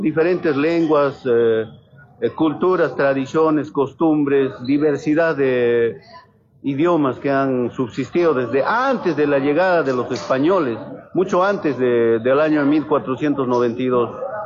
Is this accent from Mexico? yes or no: no; Cusco, Peru; vengo del Perú, venimos una delegación de mi región del Cusco, venimos como 10 a participar de este encuentro anticolonialista.